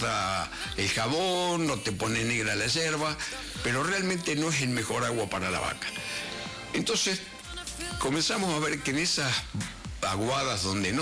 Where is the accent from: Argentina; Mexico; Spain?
Argentina; Ingeniero Luiggi, La Pampa; born there